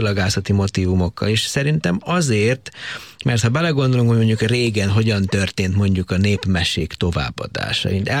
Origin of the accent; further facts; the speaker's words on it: Horgoš, Vojvodina, Serbia; annyi horgos faluban nőttem föl, ugye Jugoszláviának hívták akkor még azt az országot